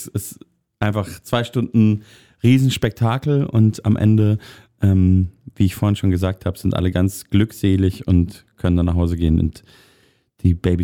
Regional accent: Munich, Bavaria, Germany; moved away as an adult; now in Berlin, Germany; ich komme ja aus München. Ich wohne jetzt, wie lange wohne ich in Berlin? Gute 10 Jahre so langsam.

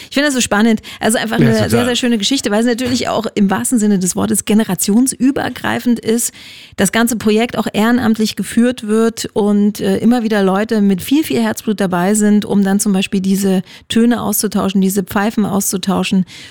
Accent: Halberstadt, Saxony-Anhalt, Germany; Allererster Linie ich komme aus Halberstadt

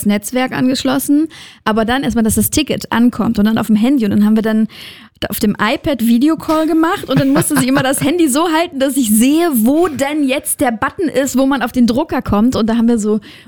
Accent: Lower Saxony, Germany; meine Mutter wohnt ja in der Heimat, also ich komme aus Niedersachsen

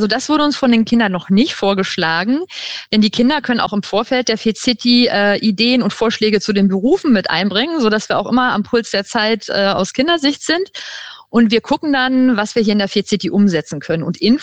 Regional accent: Southern Germany, Germany; now in Berlin, Germany; ich komme aus dem Süden und meine nächste Spielstadt wäre dann eher Mini-München gewesen.

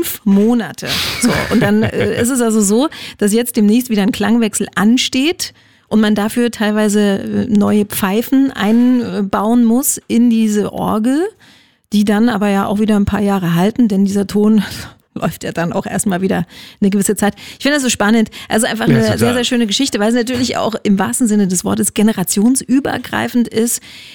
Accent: Halberstadt, Saxony-Anhalt, Germany; Allererster Linie, ich komme aus Halberstadt, wenn mich nicht alles täuscht.

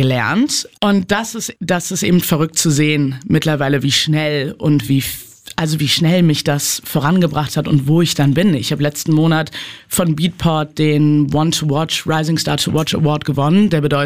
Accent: Berlin, Germany; kann ein Liedchen davon singen als Berlinerin, wie es ist, gecatcalled zu werden.

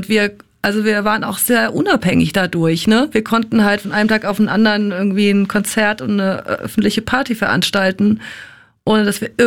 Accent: Frankfurt, Hesse, Germany; moved away as an adult; now in Berlin, Germany; ich bin ja auch in Frankfurt aufgewachsen.

